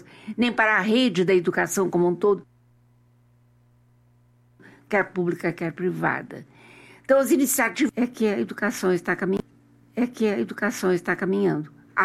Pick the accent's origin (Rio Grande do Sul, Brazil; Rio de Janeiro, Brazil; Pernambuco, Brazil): Rio Grande do Sul, Brazil; Pelotas; moved away; eu estava morando no Rio Grande do Sul, eu sou de Pelotas